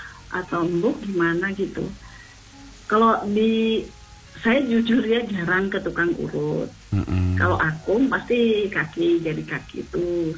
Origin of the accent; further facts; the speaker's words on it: Kalimantan, Indonesia; Mikirin itu lah daerah saya Kalimantan kan kebakaran hutannya kan. Ya Balikpapan aman sih enggak ini.